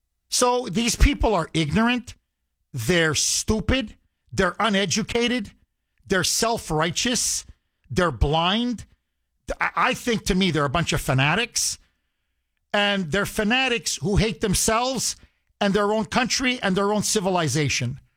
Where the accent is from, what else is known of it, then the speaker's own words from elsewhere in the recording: Canada; now in United States; I was then still in Canada, right? I was born and raised in Canada before I came here years ago.